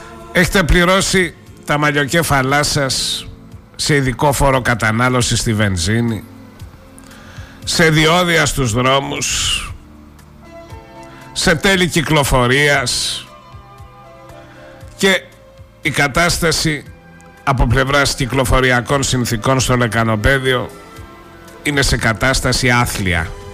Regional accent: Trikala, Thessaly, Greece; στα Τρίκαλα, την πατρίδα μου.

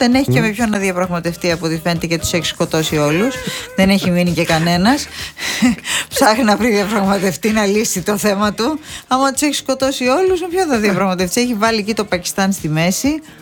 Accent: Piraeus, Attica, Greece; Ως Πειραιώτισσα το ξέρω

